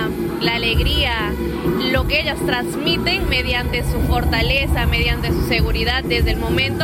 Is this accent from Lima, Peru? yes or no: no; Morales, San Martín, Peru; mi querido Morales, con mi pueblo, con mi distrito